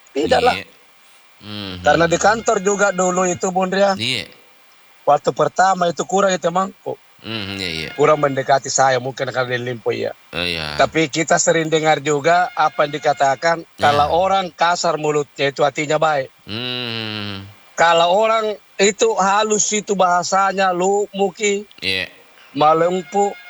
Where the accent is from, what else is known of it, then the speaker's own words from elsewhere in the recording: South Sulawesi, Indonesia; Tapi selebihnya itu lebih banyak yang katakan bahwa adanya sirik napace sebagai budaya kita Bugis Makassar, itu bisa menyelamatkan kita.